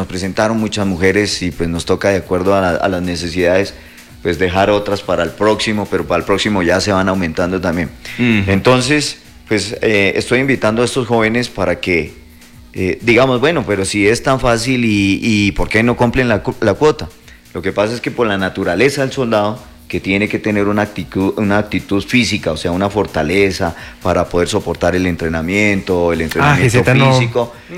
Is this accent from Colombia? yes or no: yes; Yopal, Casanare, Colombia; Hace poco tuve dos jóvenes que prestaban servicio, yo vengo de Yopal.